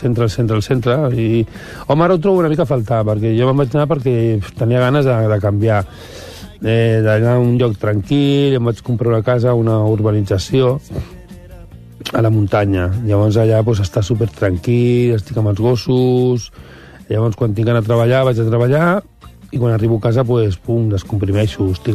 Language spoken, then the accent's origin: Catalan; Barcelona, Catalonia, Spain; sí, tot soc del Raval de tota la vida, els meus avis, els meus besavis també.